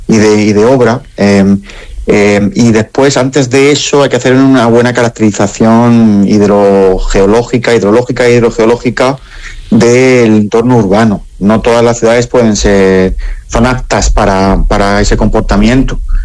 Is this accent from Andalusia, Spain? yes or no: yes; Andalusia, Spain; Yo soy andaluz